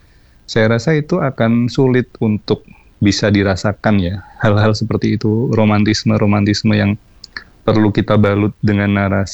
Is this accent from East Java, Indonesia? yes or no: no; Semarang, Central Java, Indonesia; seperti saya besar di Semarang gitu ya